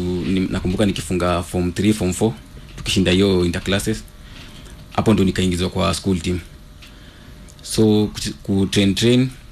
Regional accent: Nandi Hills, Nandi County, Kenya; born there; moved away; also born or lived in Chemelil; Mzaliwa natoka nilizaliwa Nandi Hills.

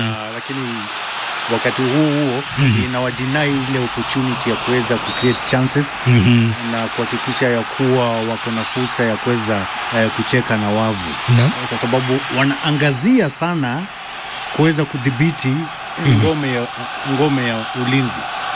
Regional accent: Kenya; Mimi ni Mkenya halisi.

